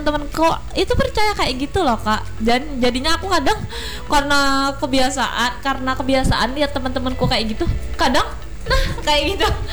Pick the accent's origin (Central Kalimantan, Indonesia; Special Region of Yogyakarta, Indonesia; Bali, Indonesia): Central Kalimantan, Indonesia; Pulang Pisau; moved away; dari kampung, dari Pulang Pisau, kampung aku di Pulang Pisau